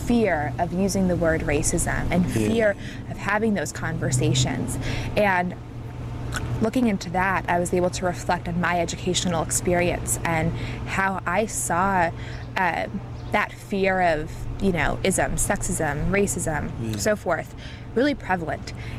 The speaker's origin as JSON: {"language": "English", "region": "New York", "country": "United States", "said": "I'm from New York"}